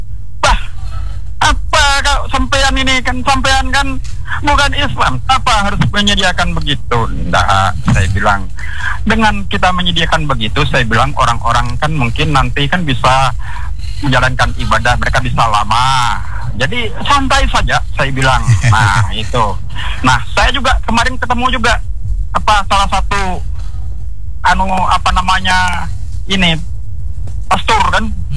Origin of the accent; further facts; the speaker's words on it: East Kalimantan, Indonesia; Saya sebagai warga Kaltim, saya sebagai orang Kristen